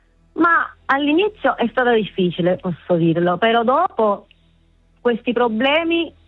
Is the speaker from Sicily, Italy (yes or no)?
yes; Sicily, Italy; born there; moved away; also born or lived in Venezuela; io sono originaria della Sicilia, però abitavo al Venezuela fino al 2018. Sono stata in Venezuela, poi sono ritornata al mio paese d'origine